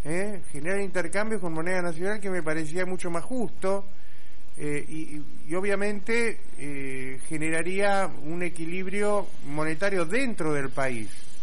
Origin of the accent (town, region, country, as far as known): Argentina